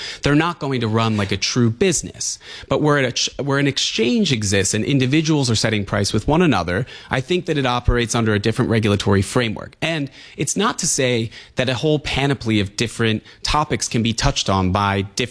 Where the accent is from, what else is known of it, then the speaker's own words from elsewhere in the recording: New York, United States; as both a New Yorker and a lawyer